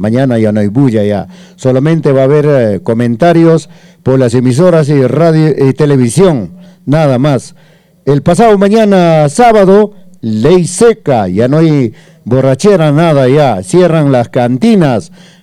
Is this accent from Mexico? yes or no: no; Peru; nosotros como peruanos tenemos que respetar el voto de la mayoría.